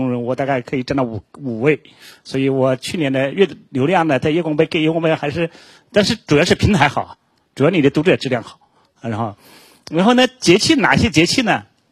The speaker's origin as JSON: {"language": "Chinese", "region": "Anhui", "country": "China", "tie": "born or raised there", "moved": "yes", "said": "包括我是老家山安徽的，"}